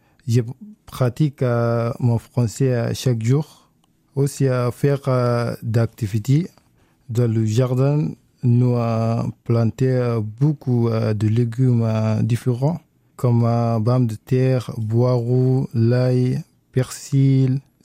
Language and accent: French; Sudan; French is a second language; je viens du Soudan, j'ai 27 ans.